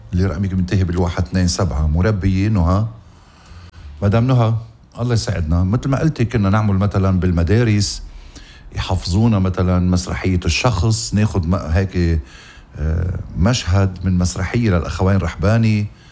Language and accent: Arabic; Lebanon; يا آخ يا بلدي لبنان.